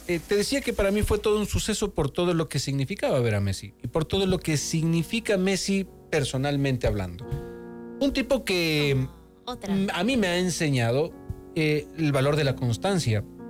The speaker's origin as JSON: {"language": "Spanish", "country": "Ecuador", "said": "yo soy bien ecuatoriano"}